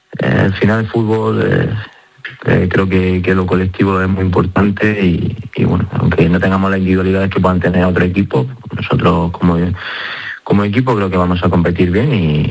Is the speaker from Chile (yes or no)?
no; Spain; moved away as an adult; now in Ukraine; somos ya 5 españoles en el cuerpo técnico